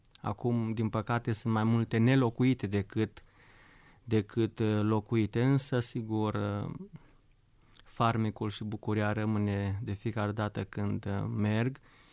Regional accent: Solomon, Sălaj County, Romania; prima dată teologia am învățat-o în satul meu natal, de la părinții mei, din satul Solomon, comuna Grâbou, județul Sălaj.

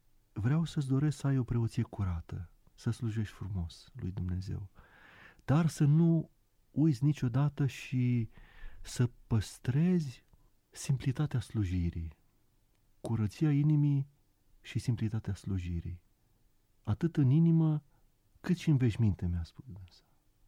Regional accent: Sebeș, Alba County, Romania; Am revenit la Sebeș, în orașul meu natal, și cu gândul că aș putea oferi ceva ca recunoștință celor care m-au format.

